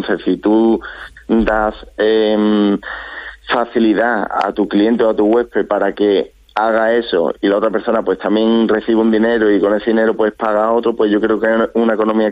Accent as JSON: {"language": "Spanish", "town": "Archidona", "region": "Andalusia", "country": "Spain", "tie": "born there", "also_born_or_lived": "Seville", "said": "yo he pasado parte de mi infancia ahí, me enamora esa tierra, la gente de esa tierra, el campo, la naturaleza, y cada vez que yo estoy combinando entre Sevilla y Málaga, porque también pues nací en Sevilla"}